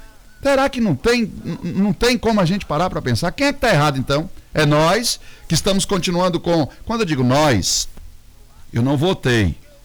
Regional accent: Bahia, Brazil; Eu também sou baiano, nordestino.

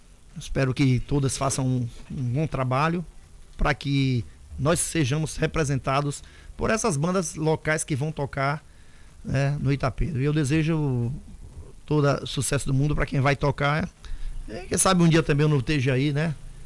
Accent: Brazil; nós somos brasileiros

